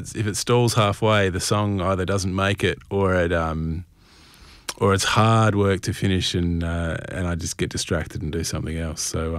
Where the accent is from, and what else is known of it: South Australia, Australia; born or raised there